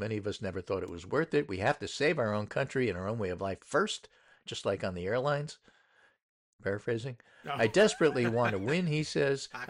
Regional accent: Iowa, United States; if the environment is this bad in my home state, Iowa, where Trump has been the most popular political figure for the last decade

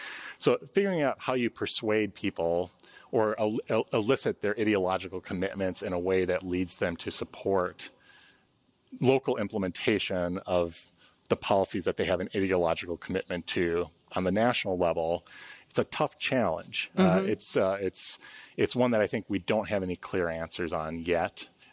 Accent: Milwaukee, Wisconsin, United States; my hometown metropolitan area, Milwaukee, Wisconsin

